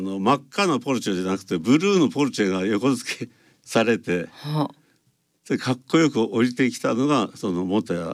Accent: Kanazawa, Ishikawa, Japan; 私はねもちろん金沢に生まれ、

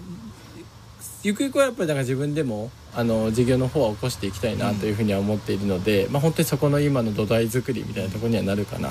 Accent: Sendai, Miyagi, Japan; 元々仙台出身なので、うん、東日本大震災経験して

